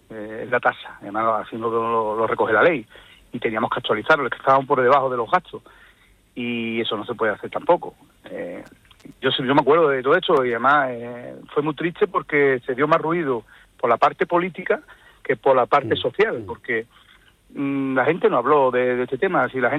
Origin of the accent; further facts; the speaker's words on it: Paterna de Rivera, Andalusia, Spain; cuando estaba de alcalde en mi pueblo, en Paterna